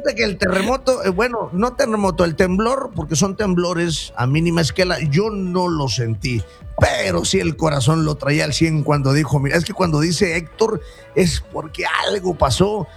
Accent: Siltepec, Chiapas, Mexico; en mi pueblo, en Siltepec

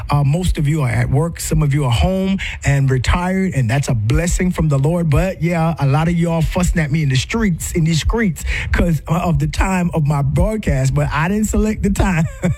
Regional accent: Monks Corner, South Carolina, United States; now in Tuscaloosa, United States; maybe you're in Monk's Corner, South Carolina, my hometown, or right here in the beautiful city of Tuscaloosa, Alabama

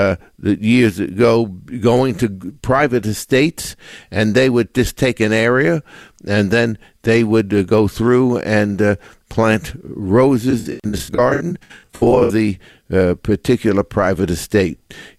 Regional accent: Long Island, New York, United States; born or raised there

